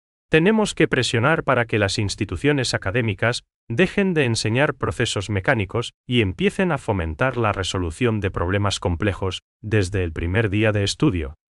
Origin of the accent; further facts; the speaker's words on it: Paraguay; que solo nosotros como paraguayos poseemos.